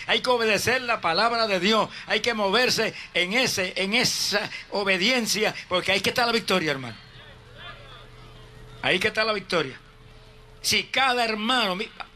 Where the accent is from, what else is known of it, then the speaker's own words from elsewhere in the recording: Camuy, Puerto Rico; una de las iglesias en mi pueblo de Camuy, allá en Puerto Rico.